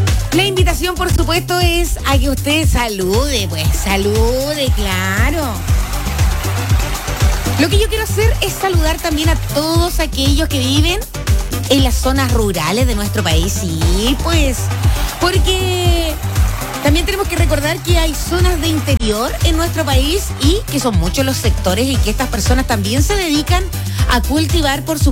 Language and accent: Spanish; Chile; así saludamos nosotros los chilenos